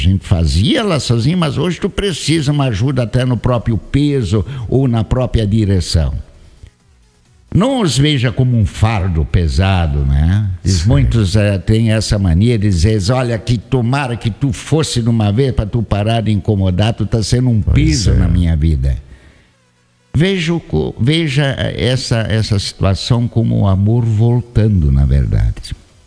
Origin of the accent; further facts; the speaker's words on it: Iporã, Paraná, Brazil; born or raised there